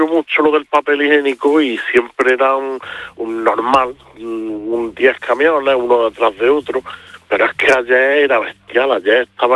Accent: Spain; pero yo soy típica de España. A mí no me saques de la dieta mediterránea.

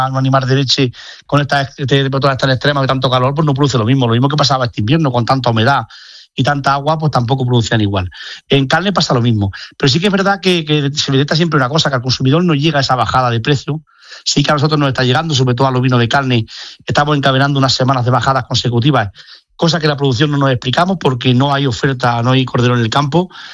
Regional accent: Spain; España, que somos el mayor productor de la Unión Europea de cordero

